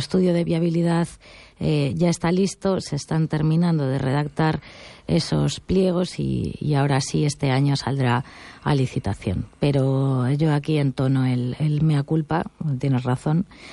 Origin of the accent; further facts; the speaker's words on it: A Coruña, Galicia, Spain; no solo somos los de Coruña, volvemos otra vez a la Gran Coruña, somos más de 400.000